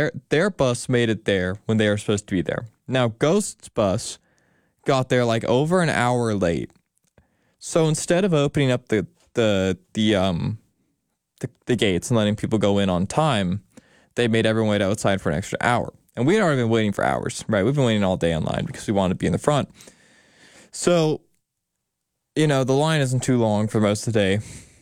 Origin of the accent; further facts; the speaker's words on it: Oregon, United States; moved away; because I'm from Oregon.